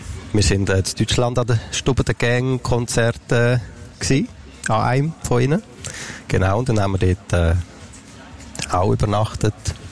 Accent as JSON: {"language": "German", "town": "Grenchen", "region": "Solothurn", "country": "Switzerland", "said": "Von Grenchen."}